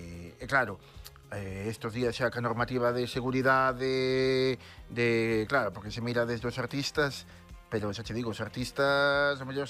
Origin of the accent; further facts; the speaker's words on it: Vilaxoán, Galicia, Spain; somos xe de Vilaxoán, da Terra das Revenidas, onde se canta moi ben e se bañan as mantidas.